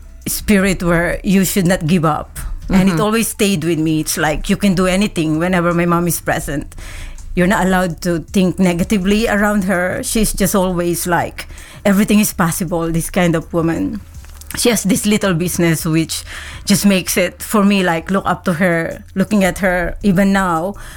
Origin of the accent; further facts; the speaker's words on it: Philippines; I was born in the Philippines. It's, it's a very little town north of Manila. And I grew up there. It's a very quiet town and about 2 hours drive to Manila, which is our capital city.